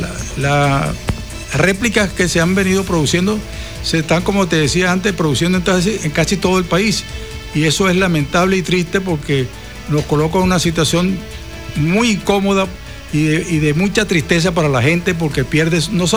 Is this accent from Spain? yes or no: no; Venezuela; uno como venezolano